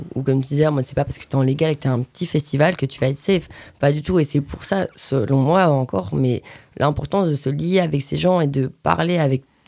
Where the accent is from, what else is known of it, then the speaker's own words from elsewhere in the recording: Belgium; moved away as an adult; now in France; moi, je viens de Belgique aussi.